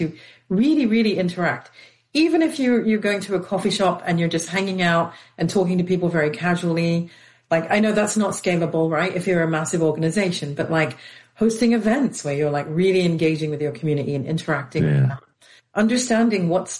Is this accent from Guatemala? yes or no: no; London, United Kingdom; I'm a big Arsenal fan, sorry, but born and raised in London.